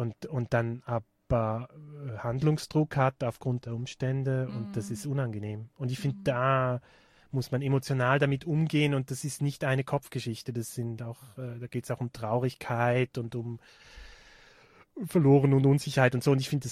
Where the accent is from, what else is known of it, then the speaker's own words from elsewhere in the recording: Rhine Valley, St. Gallen, Switzerland; now in Innsbruck, Austria; ich bin halt im Rheintal aufgewachsen und wir sind dann nach St. Gallen Ausgang gegangen